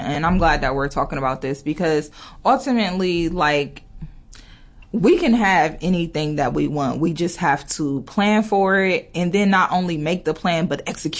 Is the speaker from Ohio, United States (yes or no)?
yes; Cleveland, Ohio, United States; Because I grew up on 26 in Cleveland.